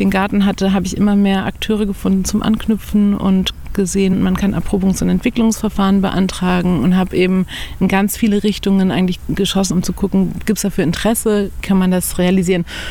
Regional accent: Berlin, Germany; moved away as an adult; also born or lived in Brazil / Spain / Portugal / Chile; in Spanien und in Portugal lange gelebt. Ich habe in Chile meine Doktorarbeit geschrieben, ich habe in Kolumbien lange gelebt. Also ich bin in Berlin groß geworden, aber war dann wirklich lange in der Welt unterwegs.

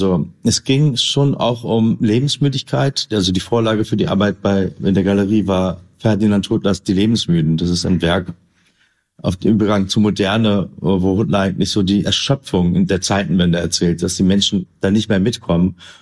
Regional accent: Berlin, Germany; Also ich bin in Kreuzberg groß geworden, war auf der Grundschule und habe eigentlich Theater gespielt in der Theater AG.

